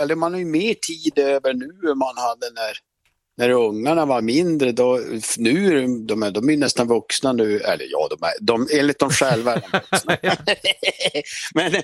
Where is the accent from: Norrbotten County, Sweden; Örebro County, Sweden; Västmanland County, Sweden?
Norrbotten County, Sweden; Piteå; Jag kommer ju från Piteå